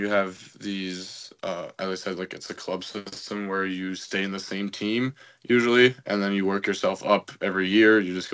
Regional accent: German-speaking Switzerland, Switzerland; born there; English is a second language; But yeah, I was born on the German side. My parents are both German.

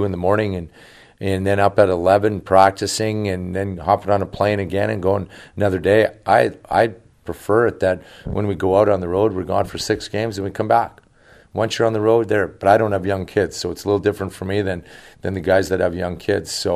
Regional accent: Western Canada, Canada; now in California, United States; It's we're obviously we grew up in Western Canada, but to be out in Northern California, it's a treat for us.

